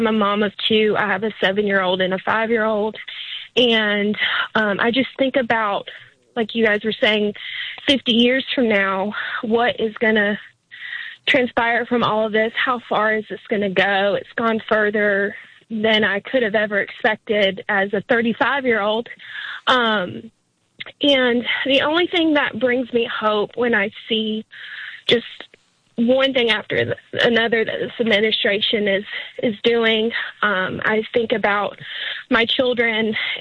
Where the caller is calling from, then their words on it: Sanford, North Carolina, United States; Hi, I'm calling from Sanford, North Carolina. It's about an hour outside of Raleigh.